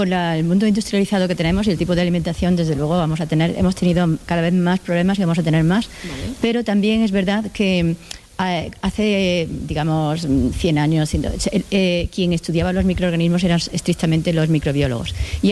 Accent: Jaén, Andalusia, Spain; Yo soy de Jaén y siempre tenía muchísima fe en el aceite de oliva.

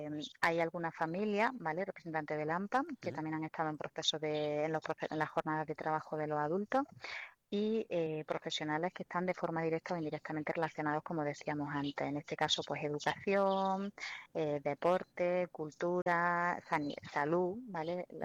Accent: Granada, Andalusia, Spain; No, yo no soy de Sant Esteban, soy de Granada.

